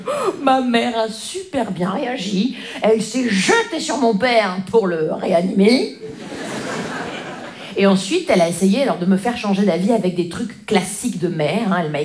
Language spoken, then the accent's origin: French; Grand Est, France; Moi, je viens des Vosges. Les Vosges.